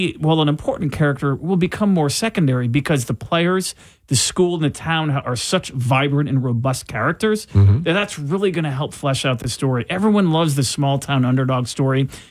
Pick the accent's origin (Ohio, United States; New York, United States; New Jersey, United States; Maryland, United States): New Jersey, United States; my home state of New Jersey